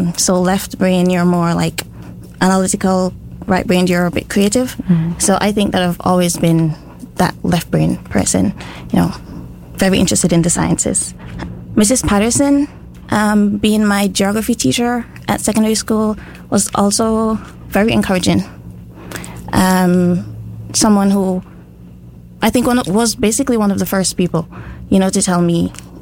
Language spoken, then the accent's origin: English; Montserrat; I think that it was as simple as, like, growing up on Montserrat. So growing up with a volcano in your background, like, 30 minutes drive away from where you live.